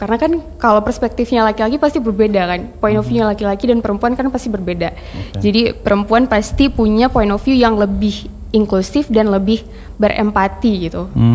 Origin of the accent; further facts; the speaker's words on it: Aceh, Indonesia; Iya, sebagai warga Aceh ya, Bang.